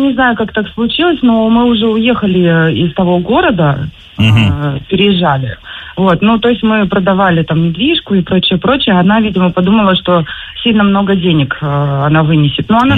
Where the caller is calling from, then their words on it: Kaliningrad, Kaliningrad Oblast, Russia; да, город Калининград.